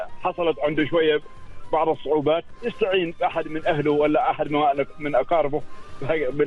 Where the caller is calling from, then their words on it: Ibri, Ad Dhahirah, Oman; أكلمك حاليا من ولاية عبري.